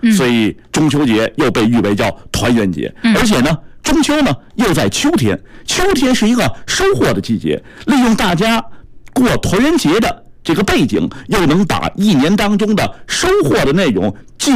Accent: China; 我们中国

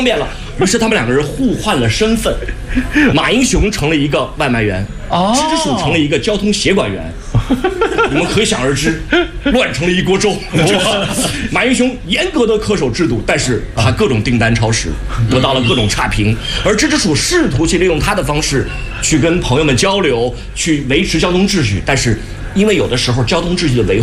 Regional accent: Beijing, China; 就找到了我们北京人非常优秀帅气的两位男演员

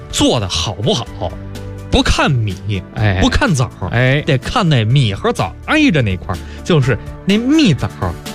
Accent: Beijing, China

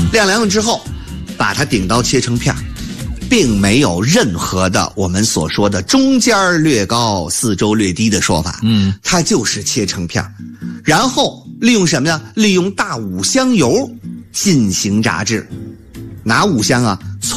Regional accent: China

